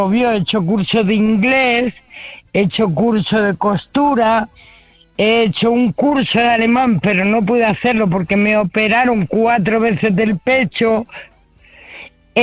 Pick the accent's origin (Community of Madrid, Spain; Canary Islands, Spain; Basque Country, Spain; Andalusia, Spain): Community of Madrid, Spain